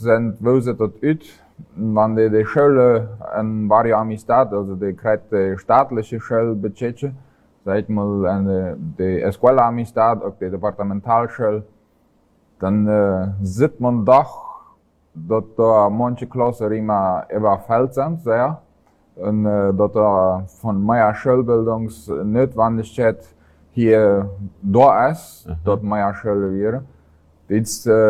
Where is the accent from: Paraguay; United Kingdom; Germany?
Paraguay; Filadelfia, Boquerón; Ich bin ein Assenzianer Bauer, aber die letzten Teile sind einfach hier in Philadelphia abgewachsen. Und ja, meine Kindheit und Jugend hier verlebt.